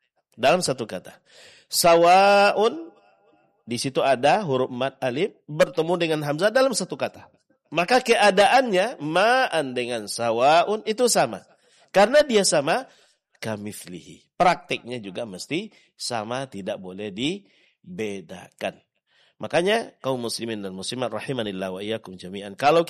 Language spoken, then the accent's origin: Indonesian; Indonesia